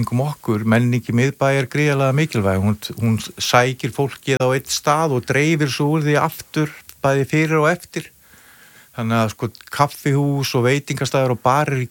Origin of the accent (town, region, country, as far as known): Vestmannaeyjar, Southern Region, Iceland; born or raised there